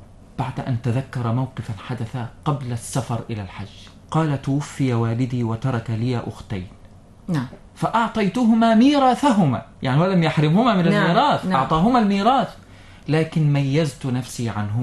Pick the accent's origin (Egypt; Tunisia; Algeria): Egypt; Qift, Qena Governorate; من مصر، من بلادي قفط قنا